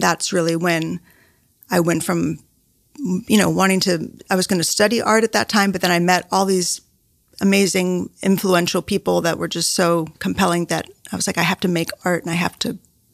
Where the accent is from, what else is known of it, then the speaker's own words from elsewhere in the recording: Miami, Florida, United States; moved away as an adult; also born or lived in Seattle; now in New York, United States; I grew up mostly in Miami, but we were in Seattle for a few years. But it had been, you know, I moved to New York in 2000. And then we were in Seattle for like seven